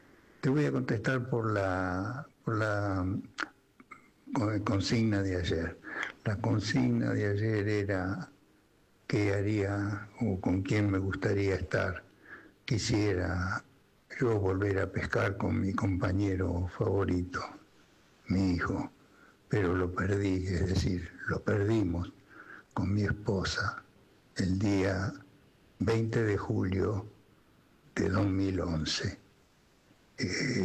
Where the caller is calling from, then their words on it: Mar del Plata, Buenos Aires Province, Argentina; de Mar del Plata.